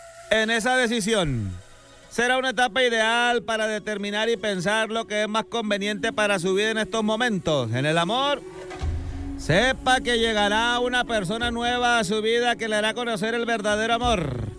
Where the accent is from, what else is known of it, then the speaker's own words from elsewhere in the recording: Guaymas, Sonora, Mexico; no porque soy de Guaymas, güey. Qué loco, güey. Porque somos de la costa, güey.